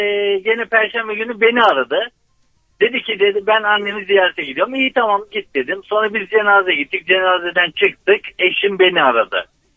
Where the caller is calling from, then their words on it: Kastamonu, Turkey; Ben Kastamonluyum.